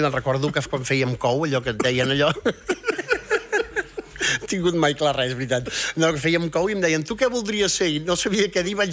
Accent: Catalonia, Spain; feia de corresponsal a la meva zona, al Baix Montseny.

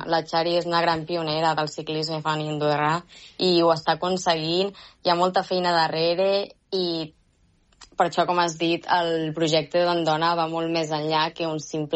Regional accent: Solsona, Catalonia, Spain; moved away as an adult; also born or lived in Manresa; jo soc de Solsona i m'he desenvolupat quasi tots els meus anys que he jugat a bàsquet han sigut a Manresa.

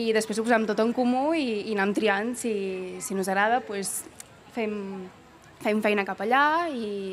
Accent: Menorca, Balearic Islands, Spain; jo que soc de Menorca

